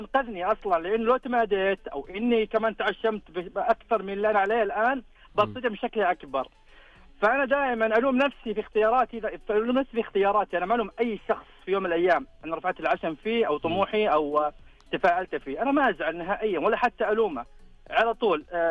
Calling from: Jazan, Jazan Province, Saudi Arabia; انا من جازان

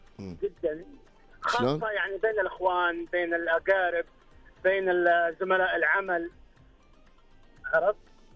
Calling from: Fayfa, Jazan Province, Saudi Arabia; من منطقة جيزان فيفا

